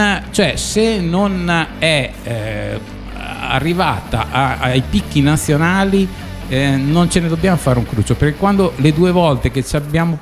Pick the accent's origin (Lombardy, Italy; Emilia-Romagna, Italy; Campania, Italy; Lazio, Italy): Emilia-Romagna, Italy; Castel San Pietro Terme; Noi siamo di Castello, Castel San Pietro